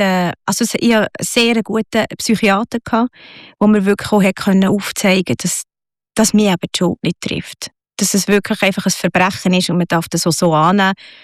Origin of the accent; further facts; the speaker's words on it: Bern, Switzerland; also born or lived in Zürich; durch den Beruf von meinem Vater sind wir recht viel halt rumgekommen. Wir mussten viel zügeln. Und so im Kindergartenalter sind wir dann ins Berner Oberland. Und die Wurzeln waren zwar immer von Bern gewesen, und meine Eltern sind beide von Bern.